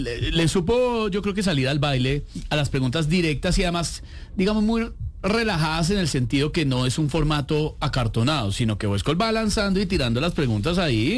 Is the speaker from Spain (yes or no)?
no; Bogotá, Colombia; accent: rolo; se me salía mucho dos dejes, de dos cositas que uno habla mucho como rolo.